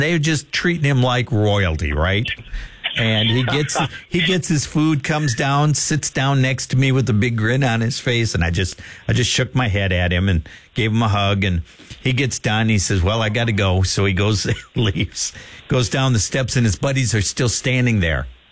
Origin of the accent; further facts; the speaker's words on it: Wisconsin, United States; moved away; my hometown radio station up in Wisconsin